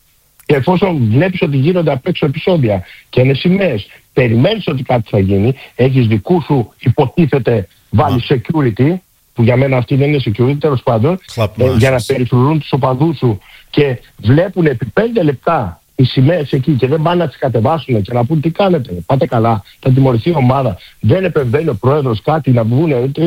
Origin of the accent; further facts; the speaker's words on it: Australia; Εγώ από τη δική μου πλευρά και ως Ελληνοαυστραλός